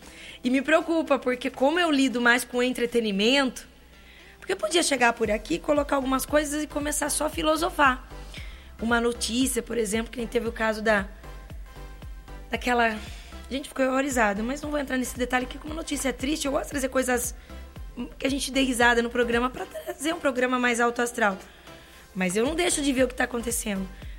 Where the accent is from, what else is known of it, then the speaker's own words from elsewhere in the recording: Brazil; eu sendo brasileira